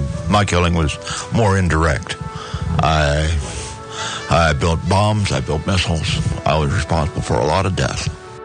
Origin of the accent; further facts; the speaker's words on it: United States; I'm an American. I want to fight for my country.